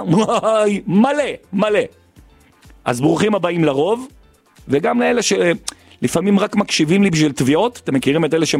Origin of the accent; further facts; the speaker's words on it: Jerusalem, Jerusalem District, Israel; אז אני ימני, ירושלמי, אוהד ביתר, מזרחי, וגאה.